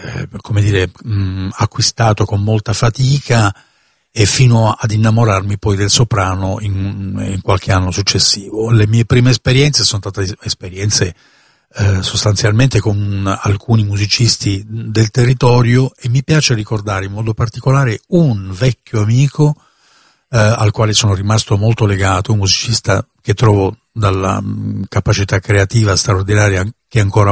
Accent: Bari, Apulia, Italy; born there; E poi naturalmente sono un musicista del sud, vengo dalla Puglia, anche se mi considero un apolide e parte della mia famiglia è sparsa un po' in tutto il paese, perché ho parentele nel Veneto così come nell'Abruzzo, così come in Campania

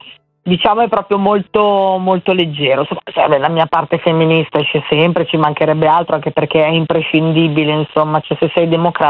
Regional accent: Pioltello, Lombardy, Italy; No, io sono proprio di Pioltello e quindi sono così semplice senza H, ciao.

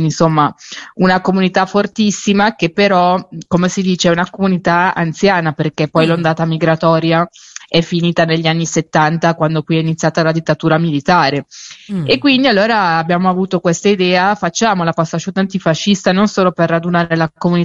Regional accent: Malnate, Lombardy, Italy; moved away as an adult; now in Uruguay; pure io sono di Varese, io sono di Malnate

